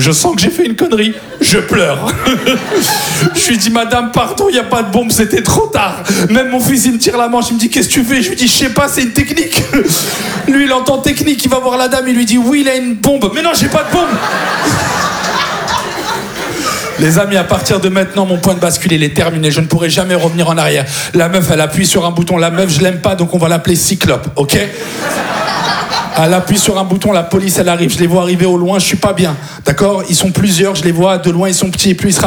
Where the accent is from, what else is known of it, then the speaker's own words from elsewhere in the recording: France; Et là, je raccroche, je lui dis, je suis français.